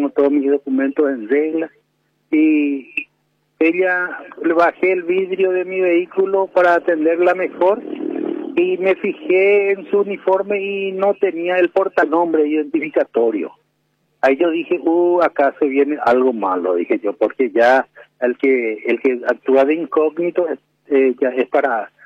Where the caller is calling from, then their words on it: Altos, Cordillera, Paraguay; yo vivo en Altos